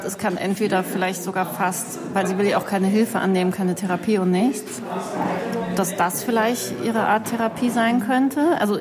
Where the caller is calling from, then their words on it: Cologne, North Rhine-Westphalia, Germany; ich komme ja aus Köln, wie du weißt, und da ist ja Karneval ganz groß.